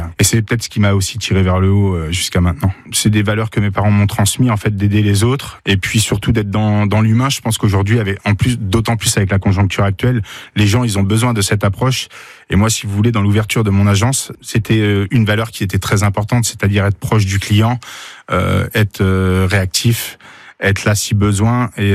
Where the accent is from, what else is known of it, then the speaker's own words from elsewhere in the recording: Le Mans, Pays de la Loire, France; je suis natif du Mans. Et puis, par rapport à tout mon parcours, que ce soit professionnel ou sportif, j'ai toujours été sur le Mans.